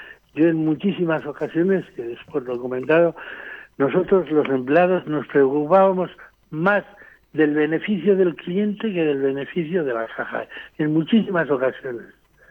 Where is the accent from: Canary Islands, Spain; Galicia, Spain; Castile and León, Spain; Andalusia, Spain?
Castile and León, Spain; Valdezate; born there; Y fui desde mi pueblo, Valdezate, a San Martín de Rubiales en motocicleta.